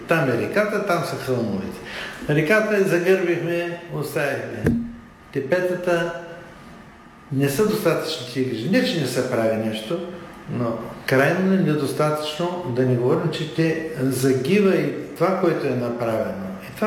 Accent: Plovdiv, Plovdiv Province, Bulgaria; Питате ме като пловдивчанка, все едно, че не знаете отговора.

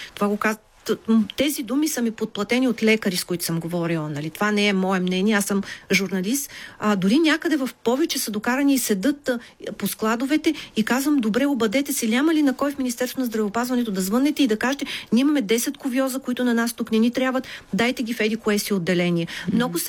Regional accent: Lyubimets, Haskovo Province, Bulgaria; moved away; в моя роден край в Любимец

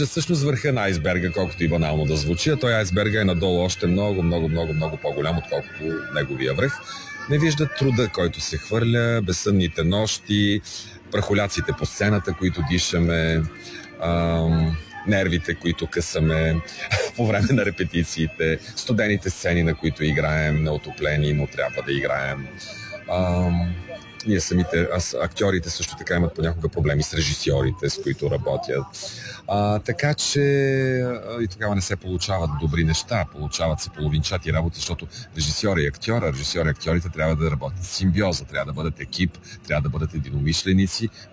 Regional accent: Botevgrad, Sofia Province, Bulgaria; Решихме да я направим в моя роден град, защото аз съм роден в Ботевград.

